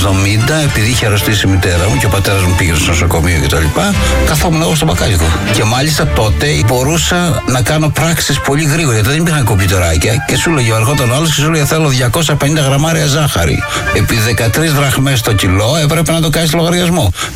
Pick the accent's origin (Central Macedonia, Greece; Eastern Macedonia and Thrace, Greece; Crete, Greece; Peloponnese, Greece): Peloponnese, Greece; Pylos; moved away; Η καταγωγή μου τι εννοεί, δηλαδή ότι ήμουν από την Πύλο?